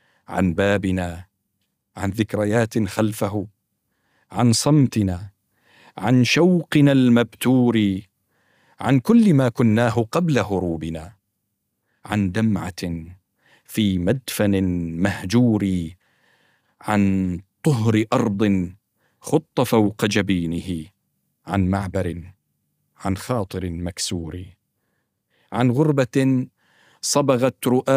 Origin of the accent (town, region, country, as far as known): Syria